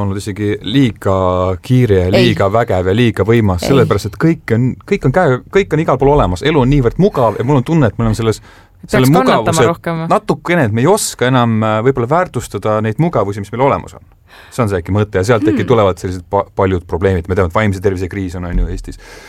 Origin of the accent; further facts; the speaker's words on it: Võru, Võru County, Estonia; now in Tallinn, Estonia; ma ise olen pärit siis Võru linnast ja tegelikult, noh, kuidas ma ütlen, minu vanemad on rääkinud, et mulle setukultuurist väga palju ja kui ma nüüd Tallinnasse hilisemas elus olen sattunud